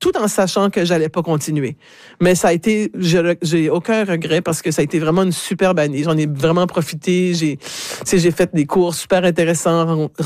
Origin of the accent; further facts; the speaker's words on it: Moncton, New Brunswick, Canada; also born or lived in Dieppe, New Brunswick; je suis revenue à chez moi à Moncton. Je vivais à Dieppe à ce moment-là, donc je suis revenue à Dieppe en juillet 2001 en fait.